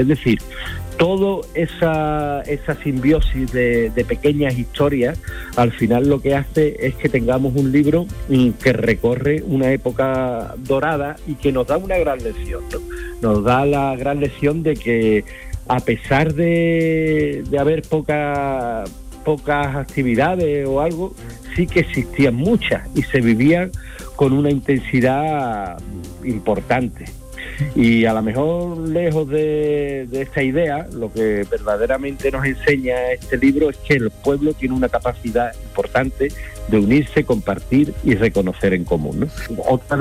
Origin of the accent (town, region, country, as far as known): Tarifa, Andalusia, Spain